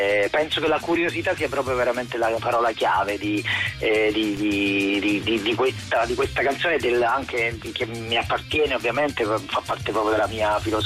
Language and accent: Italian; Caserta, Campania, Italy; Io che sono di Caserta ma che comunque in napoletano non avevo di fatto mai scritto